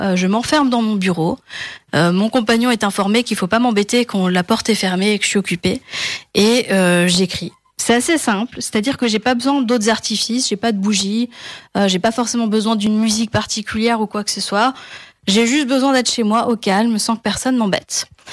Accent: Grand Est, France; Je suis originaire de la région d'Alsace

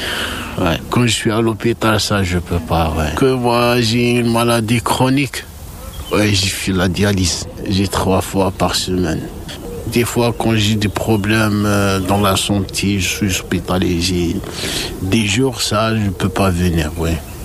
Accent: Algeria; French is a second language; now in France; Algérien.

